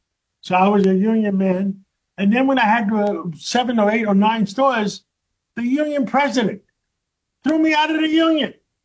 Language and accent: English; New York, United States; You know, I'm a New Yorker and I've always been a New Yorker.